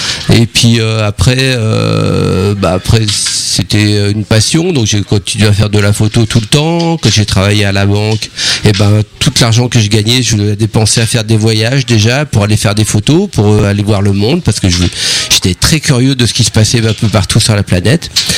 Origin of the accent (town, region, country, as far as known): Rugles, Normandy, France; born or raised there